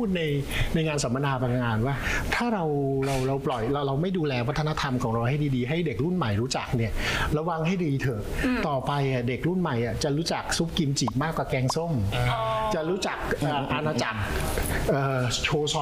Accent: Bangkok, Thailand; ผมเป็นคนกรุงเทพแต่ผมเป็นเขยอีสาน

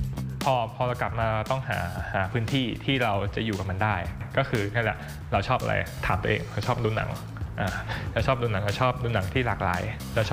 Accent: Lopburi, Thailand; moved away as an adult; also born or lived in Bangkok; คุณอยู่ที่นี่โตที่นี่เกิดที่ลพบุรีทั้งชีวิต

